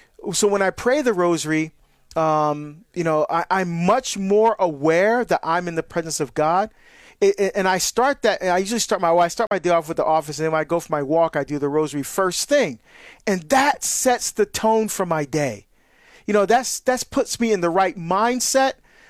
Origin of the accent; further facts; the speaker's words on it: Hillside, New Jersey, United States; also born or lived in Barbados; now in Portland, United States; I grew up in Christ the King in Hillside, New Jersey.